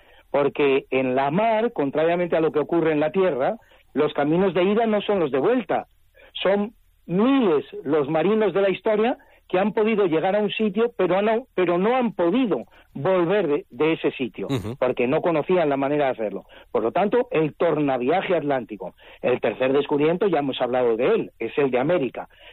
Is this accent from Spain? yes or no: yes; Spain; los españoles.